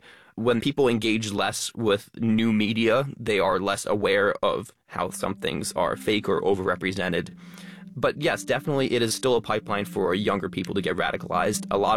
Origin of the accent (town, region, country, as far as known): Albany, New York, United States; born or raised there